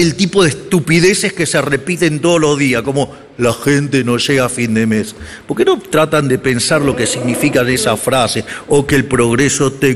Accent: Argentina; Si como argentinos admiramos tanto a Borges, ¿por qué no tratamos de pensar como Borges

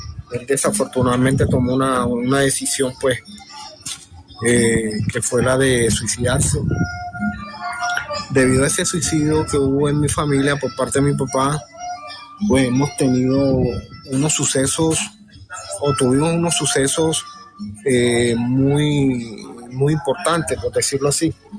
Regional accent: Lorica, Córdoba, Colombia; now in Sincelejo, Colombia; Yo soy de Lorica, Córdoba. Lorica del departamento de Córdoba.

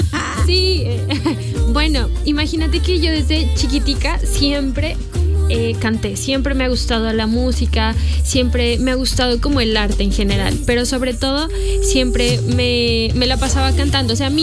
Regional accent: Colombia; yo vengo del sur de Colombia. En el sur de Colombia se siente y se vive la música andina. Tenemos muchísima influencia desde Perú, Ecuador

